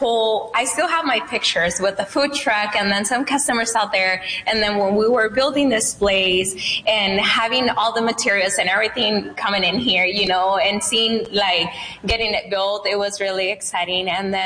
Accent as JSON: {"language": "English", "region": "Sinaloa", "country": "Mexico", "lives_now": "Yuma, United States", "said": "No, I'm from Mexico."}